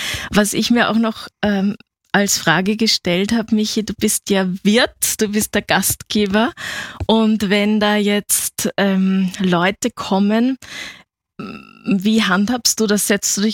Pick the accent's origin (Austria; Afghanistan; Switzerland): Austria; Upper Austria; now in Vienna, Austria; Also ich bin ja keine Wienerin, keine geborene Wienerin, aber mittlerweile zugezogene. In Oberösterreich kennt man den Heurigen nicht.